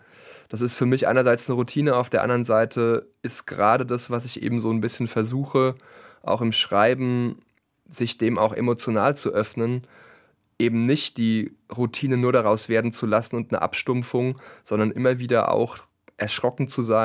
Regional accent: Mühltal, Hesse, Germany; fahre ich sehr gerne an den Kühlkopf am Altrhein bei uns im Hessischen Ried. Und da bin ich auch sehr oft schon gewesen, auch als kleiner Junge schon zum Angeln

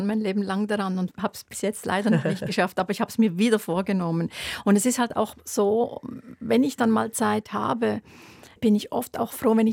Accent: Switzerland; Als Schweizerin, genau.

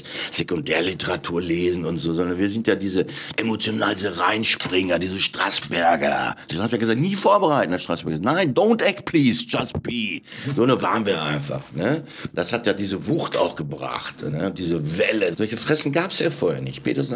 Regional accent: France; Ich bin ja Franzose

